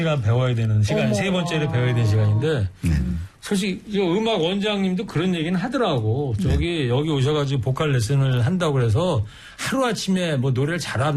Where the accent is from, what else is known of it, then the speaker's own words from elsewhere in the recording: Anseong, Gyeonggi Province, South Korea; 제 고향이 안성인 이천 시내예요?